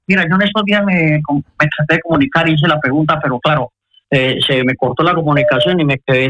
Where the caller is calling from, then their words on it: Bilbao, Basque Country, Spain; Yo estoy llamando otra vez de Bilbao